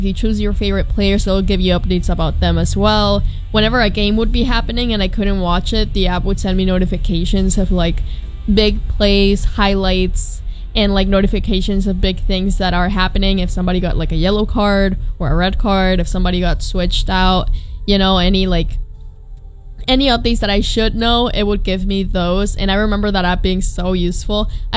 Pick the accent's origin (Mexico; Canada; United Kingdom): Mexico; moved away; when I was growing up in Mexico.